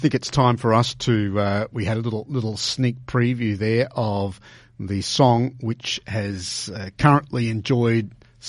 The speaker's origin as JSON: {"language": "English", "country": "Australia", "said": "as an Australian"}